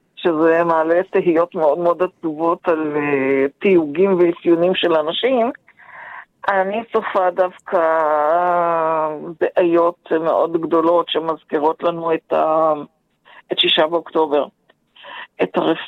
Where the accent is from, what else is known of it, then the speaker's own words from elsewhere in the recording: Hebron, West Bank, Palestine; moved away as an adult; אני גדלתי בחברון, אז נשואה ומאז אני לא גרה.